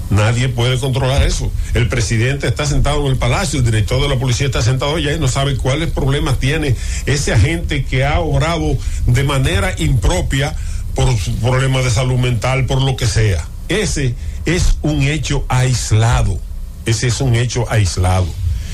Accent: Dajabón, Dominican Republic; mi provincia natal, Dajabón

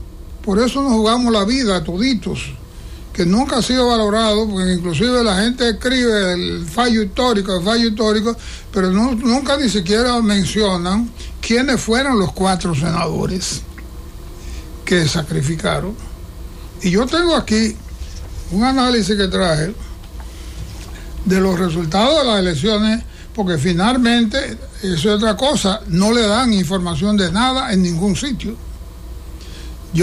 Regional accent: Hato Mayor, Dominican Republic; En la provincia de Alto Mayor, ahí fue porque yo, la provincia, mi pueblo, Alto Mayor, me dio un respaldo tremendo

